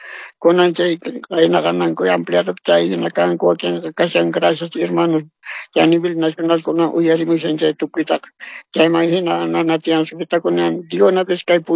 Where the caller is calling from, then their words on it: Cochabamba, Bolivia; Cuchabamba … Tiquipa, estoy llamando